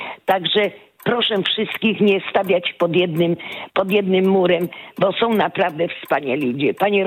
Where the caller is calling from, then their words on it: Kożuchów, Lubusz Voivodeship, Poland; Dzwonię z Kożuchowa w województwie lubuskim. Obydwoje z mężem mamy po 70.